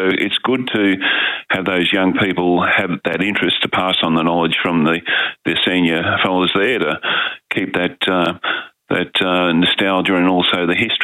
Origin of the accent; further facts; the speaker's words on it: Brisbane, Queensland, Australia; Certainly, I grew up in Chermside at the end of the near the end of the tramway terminus there, so I've got some history and memories as well.